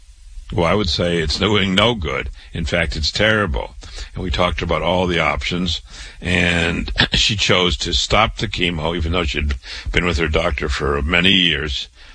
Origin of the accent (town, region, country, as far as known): Waterloo, Iowa, United States; born or raised there